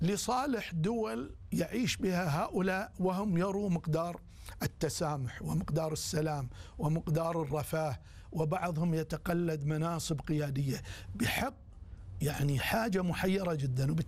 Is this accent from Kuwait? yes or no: yes; Kuwait; عندنا أبان الخلافات والتخندقات السياسية بالكويت